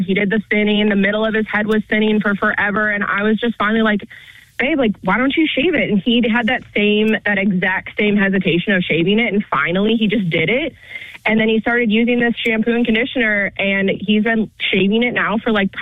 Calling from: Ladson, South Carolina, United States; I'm calling from Ladson.

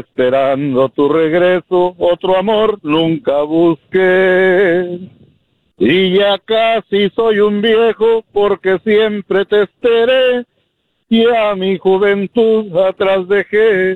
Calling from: Nuevo León, Mexico; Soy de ahí, de Nuevo León.

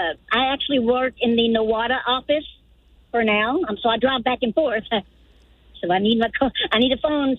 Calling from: Tulsa, Oklahoma, United States; I'm calling from Tulsa.

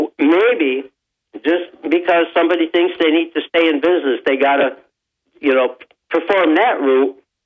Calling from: Dickinson, New York, United States; from the town of Dickinson.

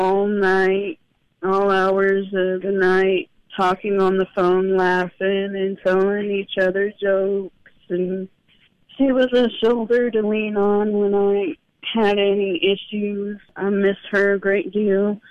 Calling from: Tulsa, Oklahoma, United States; I'm calling from Tulsa, Oklahoma.

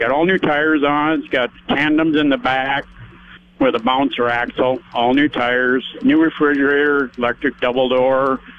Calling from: Wilmot, South Dakota, United States; we live in Wilmot.

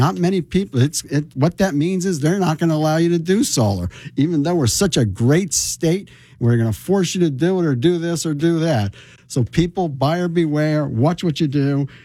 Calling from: Rahway, New Jersey, United States; I'm from Rahway, New Jersey. The town went to poop.

